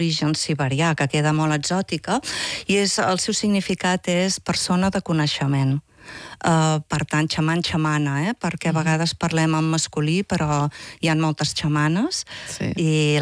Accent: Tona, Catalonia, Spain; born there; Vaig néixer a Tona i en aquests moments visc a Tona, també, des de fa uns anys.

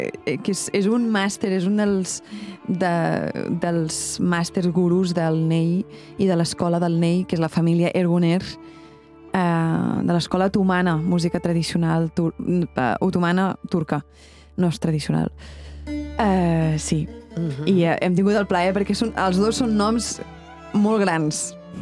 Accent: Font-rubí, Catalonia, Spain; al meu poble, a Font-rubí

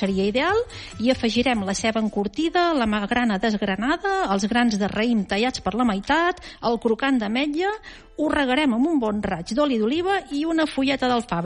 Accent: Girona, Catalonia, Spain; jo que sóc de Girona

